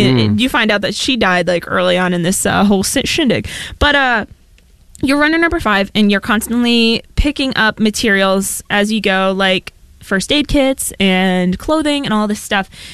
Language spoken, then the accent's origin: English; Maine, United States; I am also from Maine, which both are kind of not redeeming, yeah.